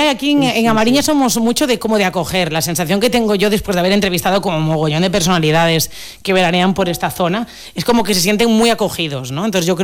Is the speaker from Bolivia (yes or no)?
no; Chantada, Galicia, Spain; soy de Chantada, soy más del interior